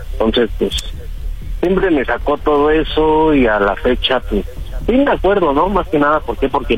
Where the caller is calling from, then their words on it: Mexico City, Mexico; 33, soy de la Ciudad de México.